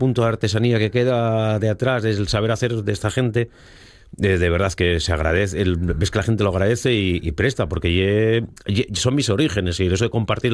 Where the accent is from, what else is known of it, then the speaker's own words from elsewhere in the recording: Asturias, Spain; como buenos asturianos que somos